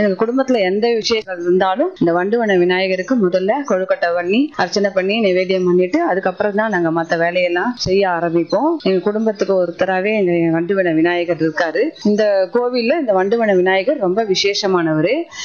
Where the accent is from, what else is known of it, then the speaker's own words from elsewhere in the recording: Thirukazhukundram, Tamil Nadu, India; நான் இந்த திருக்கழுக்குன்றத்துல தான் பிறந்து வளர்ந்தது எல்லாமே.